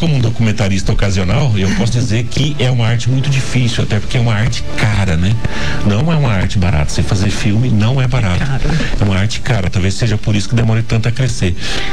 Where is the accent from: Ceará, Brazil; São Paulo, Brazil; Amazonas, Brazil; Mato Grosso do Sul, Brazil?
Mato Grosso do Sul, Brazil; Nova Andradina; born there; Eu cresci no Cine Rex, Nova Andradina.